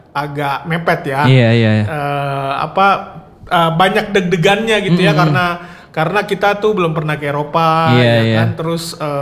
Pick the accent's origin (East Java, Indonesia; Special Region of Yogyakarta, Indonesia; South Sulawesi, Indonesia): South Sulawesi, Indonesia; Makassar; now in Jakarta, Indonesia; Saya lahir dan besar di Makassar.